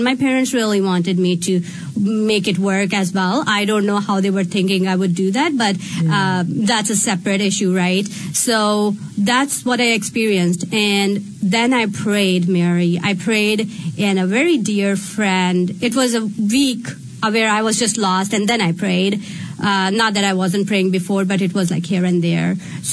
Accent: Pakistan; It's common in Pakistan. Again, sometimes when you led the culture. So I grew up in Islamic Republic on Pakistan.

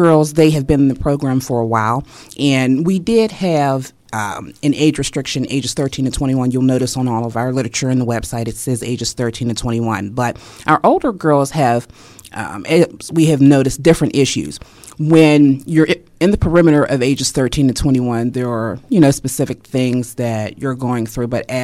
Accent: Pittsburgh, Pennsylvania, United States; I am from Pittsburgh. I originally grew up in the Homewood area, I'm 42 years old.

